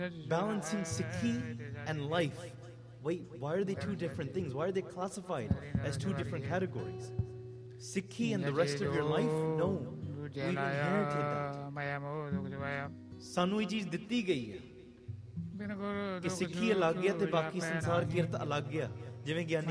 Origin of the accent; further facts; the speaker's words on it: Canada; when I grew up here in Canada and I look back even though I'm born in 94